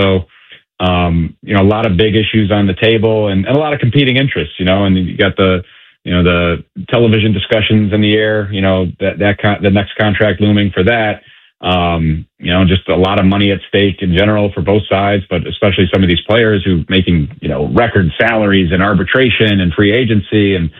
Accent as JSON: {"language": "English", "town": "Cleveland", "region": "Ohio", "country": "United States", "tie": "born or raised there", "said": "I come from a smaller market mentality. You know, I grew up in Cleveland"}